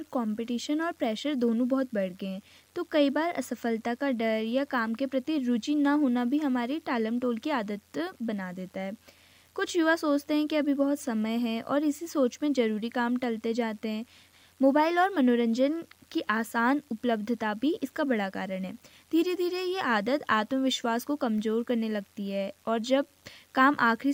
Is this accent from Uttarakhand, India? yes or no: yes; Almora, Uttarakhand, India; और मैं यही अल्मोड़ा की मूल निवासी हूँ।